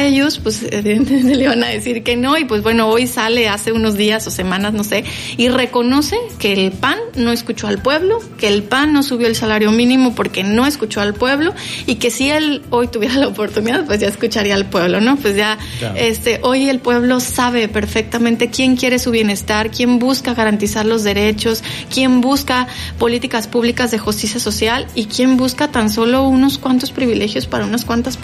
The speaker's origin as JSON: {"language": "Spanish", "country": "Mexico", "said": "nos incumbe como mexicanas y mexicanos."}